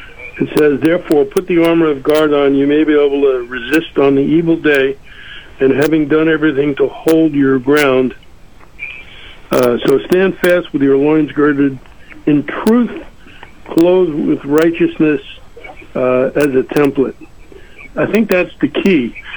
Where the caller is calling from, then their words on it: San Jose, California, United States; I'm calling from San Jose, California.